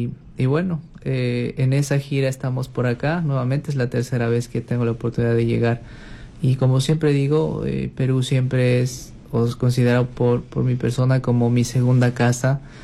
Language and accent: Spanish; Ambato, Tungurahua, Ecuador; Claro, yo vengo de Ecuador, específicamente de Ambato, la ciudad en donde ha nacido el compositor del himno nacional del Ecuador.